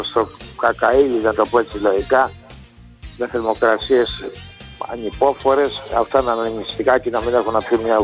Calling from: Kanalia, Thessaly, Greece; αναφέρθηκες στα μέρη μου τα αγαπημένα, κανάλια, κάπουρνα, κερασιά.

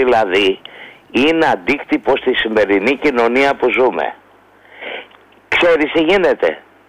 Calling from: Ilion, Attica, Greece; είμαι από Ήλιο.

